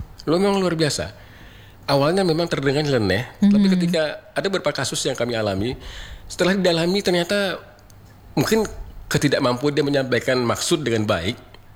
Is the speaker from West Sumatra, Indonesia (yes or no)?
yes; West Sumatra, Indonesia; kita, warga Sumatera Barat yang berada di Provinsi Sumatera Barat